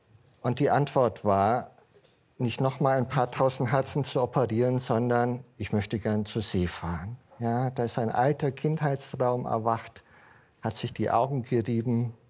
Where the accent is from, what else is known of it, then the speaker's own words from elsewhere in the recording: Southern Germany, Germany; Ich stamme aus Süddeutschland